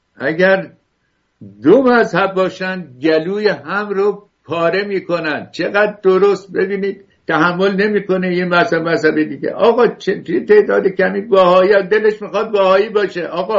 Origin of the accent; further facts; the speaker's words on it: Iran; ما ایرانیان، بابا ما ایرانی هستیم.